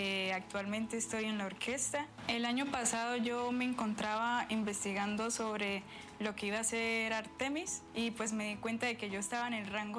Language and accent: Spanish; Colombia; yo era la más capacitada para representar a Colombia y que iban a fluir mucho en mi país, en mi región y en mi ciudad.